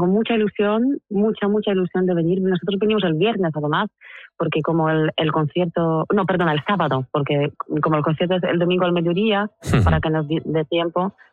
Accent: Poland; also born or lived in Lithuania; now in Menorca, Spain; soy de origen ruso, de familia rusa. Ajá. Nací en Lituania, pero crecí en Polonia.

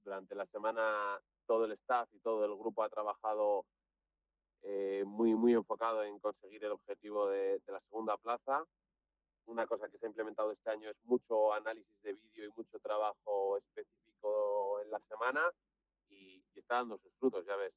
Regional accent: Bilbao, Basque Country, Spain; somos de Bilbao

